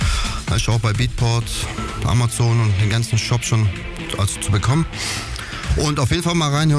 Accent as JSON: {"language": "German", "town": "Nürtingen", "region": "Baden-Württemberg", "country": "Germany", "said": "Ich komme aus Nürtingen, also nicht weit weg von hier."}